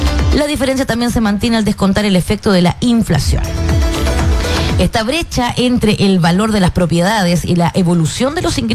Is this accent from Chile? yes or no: yes; Chile; finalmente igual somos chilenos